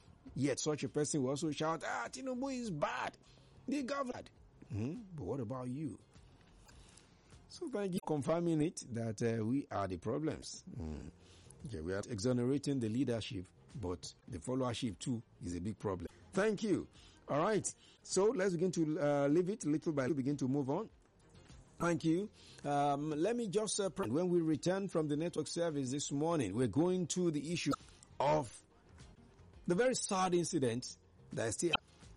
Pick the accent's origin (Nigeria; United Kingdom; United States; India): Nigeria; South West; born there; I was born in the Southwest. I don't want to serve in the Southwest. I want to go to the North.